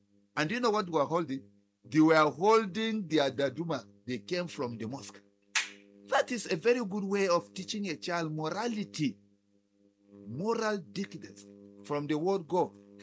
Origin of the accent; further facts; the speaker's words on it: Plateau, Nigeria; now in Bauchi State, Nigeria; me, when I come from Plateau State